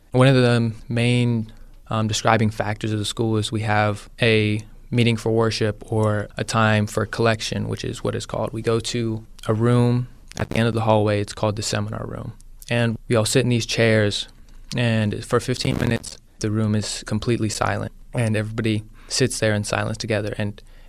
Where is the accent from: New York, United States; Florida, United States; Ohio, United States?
Ohio, United States; Barnesville; from Barnesville, Ohio. Freshman year was a big learning experience across the board. I came from a public school at Barnesville, small little town